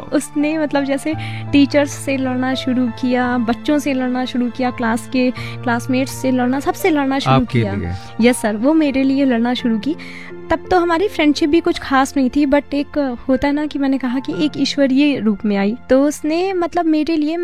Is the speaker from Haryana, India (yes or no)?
no; Ayodhya, Uttar Pradesh, India; मैं अयोध्या फैजाबाद नियावा से बिलोंग करती हूँ, नियावा एक जगह है, वहाँ पर बिलोंग करती हूँ।